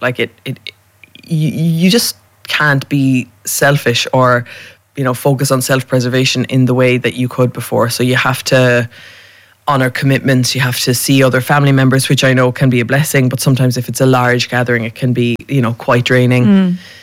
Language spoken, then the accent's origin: English; Cork, Munster, Ireland; moved away; I'm from Cork.